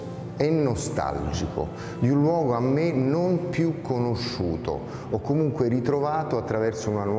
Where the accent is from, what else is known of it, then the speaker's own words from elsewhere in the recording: Rome, Lazio, Italy; È vero che sono romano, ma sono anche non romano